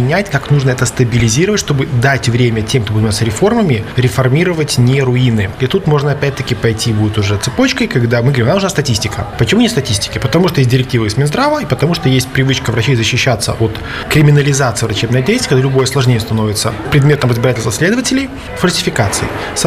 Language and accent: Russian; Belarus; Если у нас разница между заболеваниями сердца, основными заболеваниями, то мы белорусы, по двум последним областям в 4 раза